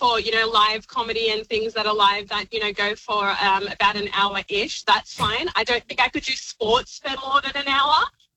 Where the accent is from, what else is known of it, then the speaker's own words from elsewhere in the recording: Australia; born there; I'm an Australian-born Indian